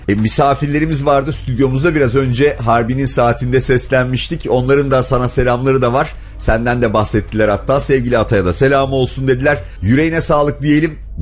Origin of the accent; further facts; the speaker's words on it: İzmir, Turkey; Evet, bugün İzmir'deyiz, memleketime doğru geldik.